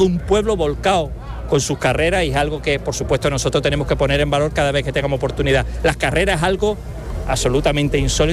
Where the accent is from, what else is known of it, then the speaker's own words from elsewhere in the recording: Sanlúcar de Barrameda, Andalusia, Spain; que no borre nada de lo que somos los sanluqueños, lo que somos los gaditanos y lo que somos los andaluces en definitiva.